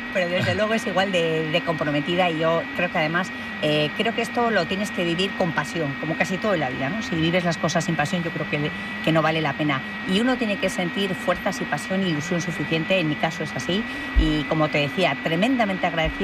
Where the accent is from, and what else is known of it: Barakaldo, Basque Country, Spain